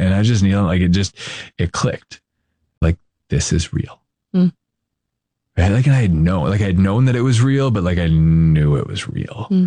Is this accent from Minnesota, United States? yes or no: yes; Minnesota, United States; I grew up in Minnesota. I'm from the Twin Cities area, kind of northwest suburbs of the Twin Cities. And just growing up, like as a family, we went to mass every week.